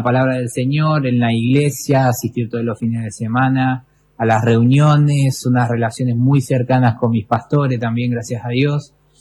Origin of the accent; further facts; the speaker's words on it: Rosario, Santa Fe, Argentina; Bueno, yo nací acá en la ciudad de Rosario hace ya 29 años. El 5 de junio del 96.